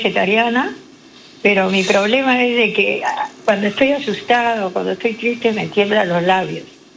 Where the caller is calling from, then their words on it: Lima, Peru; Le estoy llamando de Breña.